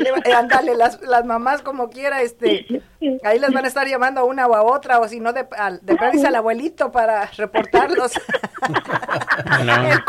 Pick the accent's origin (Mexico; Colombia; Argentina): Mexico; Jalostotitlán, Jalisco; Pero es Jalos, Totitlán, Jalisco... mejor conocido como Jalos, y bueno, pues es una pequeña ciudad, porque ya pasa de los 80,000 habitantes.